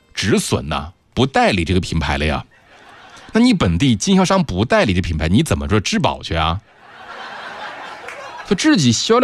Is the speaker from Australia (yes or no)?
no; Yichang, Hubei, China; 你要是我们宜昌的，